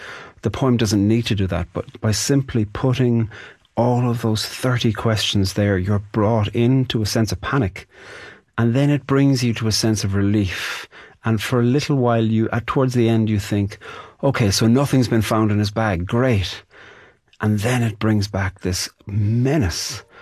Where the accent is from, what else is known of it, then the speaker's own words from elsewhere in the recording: Ireland; I'm a poet from Ireland